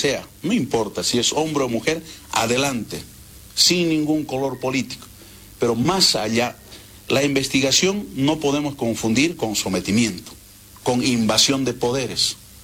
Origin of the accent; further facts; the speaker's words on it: Bolivia; ¿Qué somos nosotros entonces? ¿Somos colonia? ¿Somos patio? ¿Somos territorio de Estados Unidos? ¿Para qué servimos los bolivianos entonces?